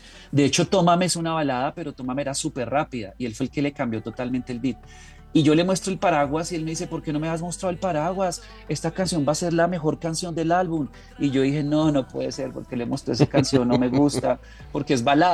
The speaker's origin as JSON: {"language": "Spanish", "region": "Bogotá", "country": "Colombia", "said": "Porque acá, como bogotanos, pues imagínate, ya hemos grabado como 15 videos en La Candelaria, otros 10 videos en el Neusa"}